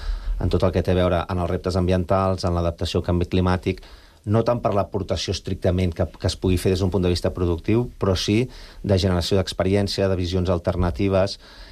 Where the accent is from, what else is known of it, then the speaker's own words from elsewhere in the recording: Barcelona, Catalonia, Spain; i donat que som barcelonins